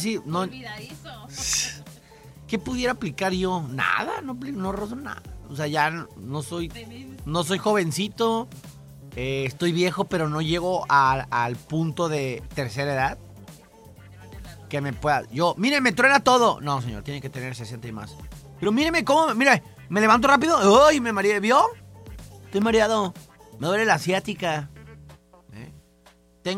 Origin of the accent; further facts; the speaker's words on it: Mexico; now in United States; O sea, entre semanas soy mexicano, pero para el viernes, U.S. citizen.